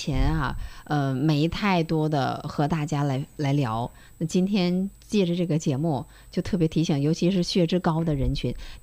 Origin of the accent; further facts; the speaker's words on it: Dalian, Liaoning, China; 我们大连人吃海鲜的话